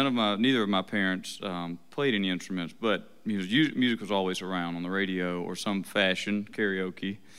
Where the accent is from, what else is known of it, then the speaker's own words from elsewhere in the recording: Waynesboro, Georgia, United States; also born or lived in Alabama; I was born in Alabama, and I grew up just south of Augusta, Georgia, in Waynesboro, Georgia.